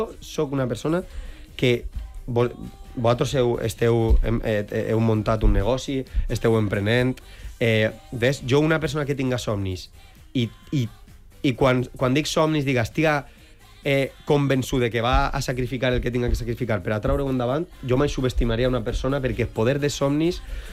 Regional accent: Almenara, Valencian Community, Spain; jo m'he criat en Almenara, sóc un xic de poble, orgullosíssim de les meues arrels

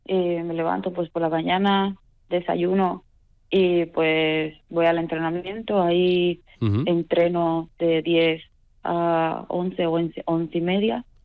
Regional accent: Cuba; now in Spain; ¿Te cuento desde que me fui de Cuba o directamente desde el aeropuerto?

